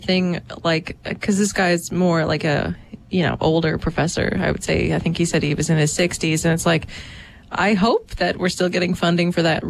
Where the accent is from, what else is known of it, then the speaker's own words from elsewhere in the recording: Dartmouth, Nova Scotia, Canada; me growing up in Dartmouth.